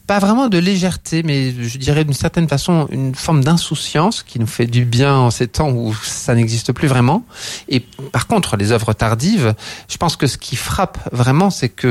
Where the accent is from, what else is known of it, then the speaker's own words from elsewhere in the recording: France; en tant que Français